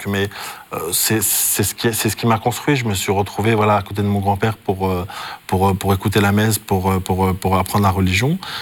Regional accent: France; Moi, j'ai grandi en France.

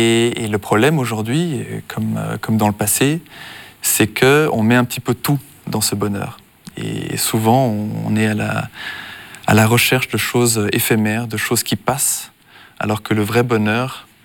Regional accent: Switzerland; born there; Donc, je suis de nationalité luxembourgeoise. Je suis né en Suisse.

